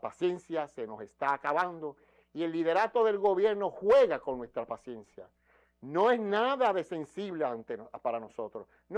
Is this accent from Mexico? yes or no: no; Puerto Rico; born there; como puertorriqueño que ama esta tierra, que nací aquí y adoro mi tierra.